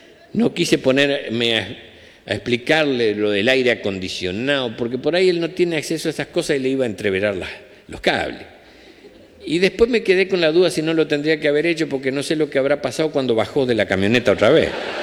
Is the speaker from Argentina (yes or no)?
yes; Chaco, Argentina; Yo soy del Chaco.